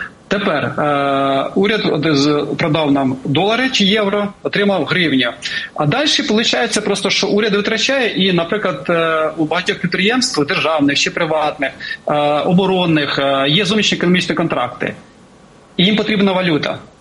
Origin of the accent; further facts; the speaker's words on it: Cherkasy Oblast, Ukraine; І я родом із Черкащини